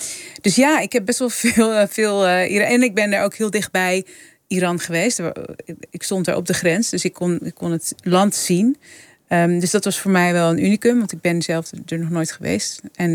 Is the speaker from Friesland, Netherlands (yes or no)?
yes; Leeuwarden, Friesland, Netherlands; Ja, nee, ik ben opgegroeid in Friesland. Eerst in een dorpje vlakbij Leeuwarden en daarna in Leeuwarden. Mijn moeder is Fries, dus ik ben wel opgegroeid met Fries om me heen.